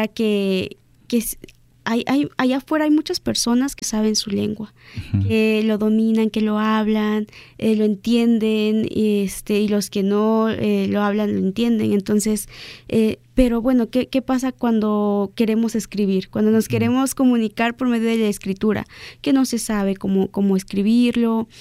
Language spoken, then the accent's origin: Spanish; Playa Vicente, Veracruz, Mexico; allá en Playa Vicente, pues también se habla la lengua zapoteca, yo soy de allá